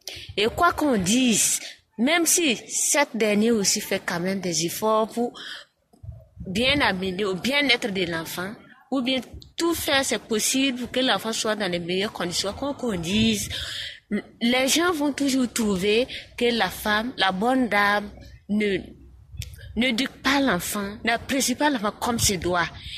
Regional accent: Burkina Faso; Chez nous au Burkina Faso, surtout en Afrique

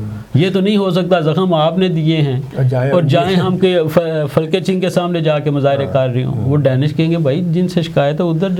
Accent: Pakistan; میں نے کہا یار ہمارے لیے انڈین اور پاکستانی امبیسی میں کیا فرق رہ گیا, وہ بھی ہم تو پاکستانی ہیں نا اپنی امبیسی کو

